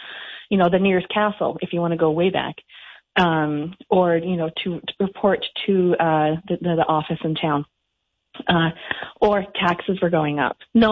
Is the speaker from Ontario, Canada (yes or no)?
yes; Collingwood, Ontario, Canada; also born or lived in Ottawa; now in Hanover, Canada; I became a town crier for the Bygone Days Heritage Village, which is outside of Collingwood, Ontario, my hometown.